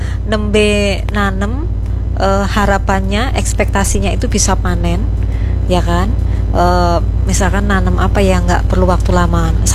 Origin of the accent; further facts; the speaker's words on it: Java, Indonesia; Betapa bangganya kita juga sebagai orang Jawa, Mas Rizal.